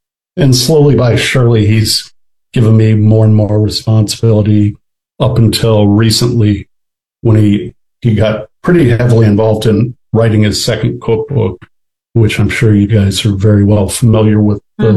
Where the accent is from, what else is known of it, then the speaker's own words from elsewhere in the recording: Dallas, Texas, United States; born there; also born or lived in Kansas City / Wisconsin; now in Memphis, United States; I was born in Dallas, actually lived in Kansas City for a couple of years, and am now in Memphis.